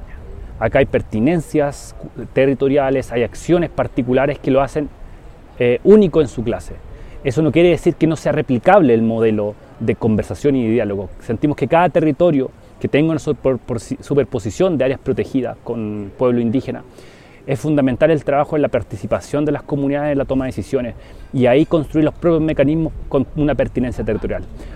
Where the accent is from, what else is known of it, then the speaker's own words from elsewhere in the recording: Curarrehue, Araucanía, Chile; nosotras y nosotros los mapuches acá, mapuche, pehuenche, huinculche del territorio de Curarrehue